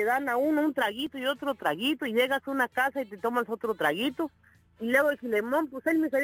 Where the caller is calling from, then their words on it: Michoacán, Mexico; El hijo de Michoacán, donde yo soy, de San Martín de los Burres.